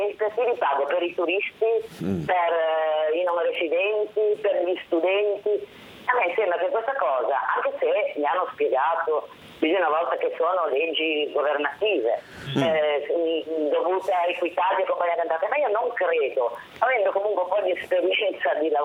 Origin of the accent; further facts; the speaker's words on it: Genoa, Liguria, Italy; No, no, io sono proprio genovese di Genova